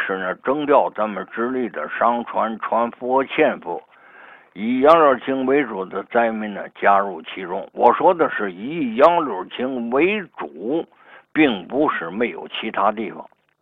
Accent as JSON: {"language": "Chinese", "region": "Tianjin", "country": "China", "said": "又结合了我们天津本土的一些优势"}